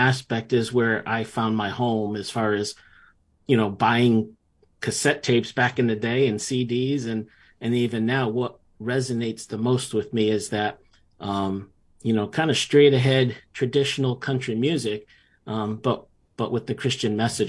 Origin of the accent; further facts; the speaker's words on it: Connecticut, United States; a person growing up in Connecticut, far away from Nashville, far away from the South